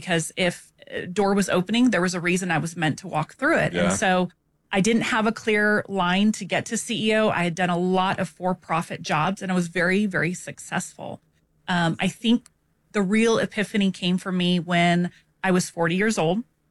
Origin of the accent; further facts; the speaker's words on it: San Antonio, Texas, United States; So born and raised in San Antonio, Texas, 44 years old as of today.